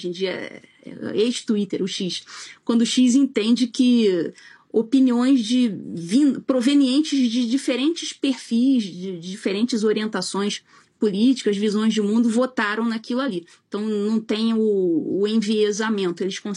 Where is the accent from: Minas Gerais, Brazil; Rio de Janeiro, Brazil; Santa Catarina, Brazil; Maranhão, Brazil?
Rio de Janeiro, Brazil; eu sou carioca flamenguista